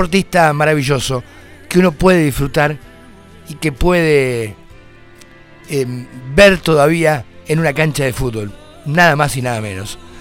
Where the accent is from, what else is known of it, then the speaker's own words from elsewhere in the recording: Argentina; ustedes saben cómo somos todos los argentinos. Los argentinos somos...